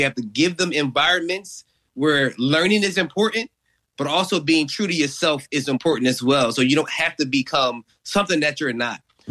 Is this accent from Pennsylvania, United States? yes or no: yes; Philadelphia, Pennsylvania, United States; That's where I was raised. I was raised in Johnson Homes.